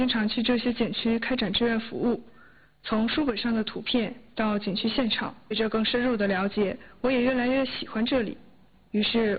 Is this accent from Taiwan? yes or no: no; Baishan, Jilin, China; now in Manjiang Village, China; 老家在白山市。